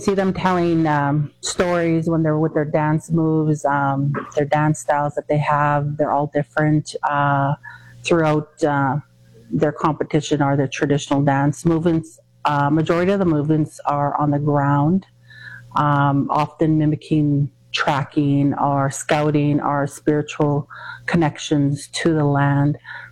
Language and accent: English; Nelson House, Manitoba, Canada; I come from Treaty 5. My reserve is Nisitchewasik, Nelson House in northern Manitoba.